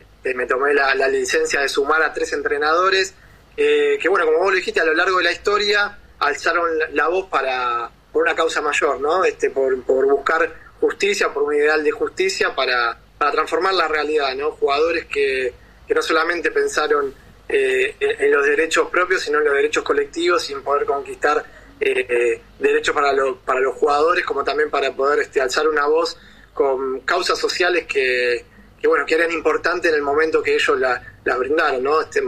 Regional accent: Argentina

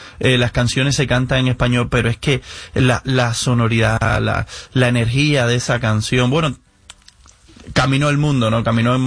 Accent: Cuba; moved away; representando también a mi pueblo cubano que vivimos con tanta represión y luchando por nuestra libertad.

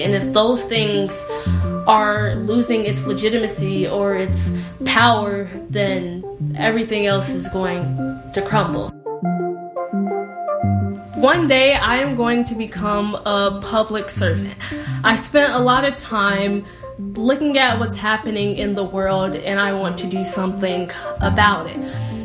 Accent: Kentwood, Michigan, United States; I am from Michigan State University. I was born and raised in Kentwood or Grand Rapids area of Michigan

